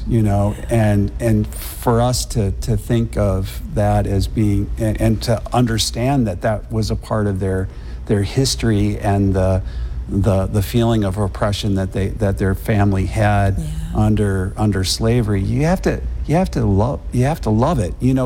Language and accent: English; Detroit, Michigan, United States; I grew up in Detroit